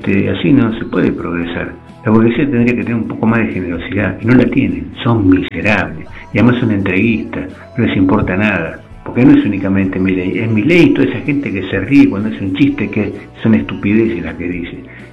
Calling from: Buenos Aires, Argentina; de Palermo.

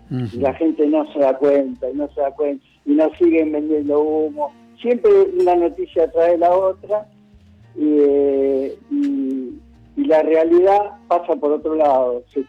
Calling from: Mar del Plata, Buenos Aires Province, Argentina; de Mar del Plata, otro más de Mar del Plata.

